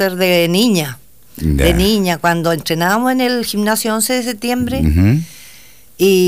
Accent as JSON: {"language": "Spanish", "town": "Lota", "region": "Biobío", "country": "Chile", "tie": "born or raised there", "said": "Sí, yo soy lotina."}